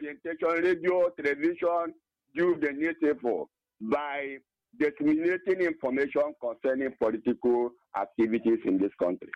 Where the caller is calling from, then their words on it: Ebonyi, Nigeria; I'm calling from Isfokom, you know, it's a local government area of Ebonyi State.